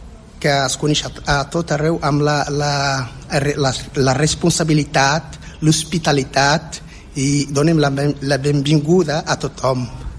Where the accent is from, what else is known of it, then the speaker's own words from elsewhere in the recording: Drâa-Tafilalet, Morocco; first language Amazigh; Catalan is a second language; moved away as an adult; now in Catalonia, Spain; soc del Marroc. Exactament del sud o del sud del Marroc, del desert, soc un fill del desert, i he nascut a una zona que es diu Assemmer. Assemmer, que vol dir una zona on el sol pegava molt, vale? És la zona de Tenerir, més allà